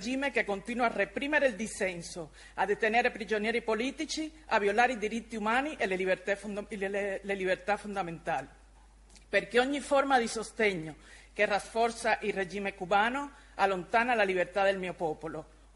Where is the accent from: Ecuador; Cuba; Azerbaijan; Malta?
Cuba; now in Italy; noi cubani